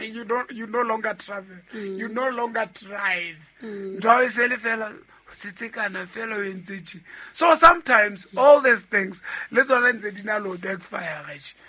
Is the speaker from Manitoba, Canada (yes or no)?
no; Montreal, Quebec, Canada; How about a lot of my fellow and I'm from Montreal?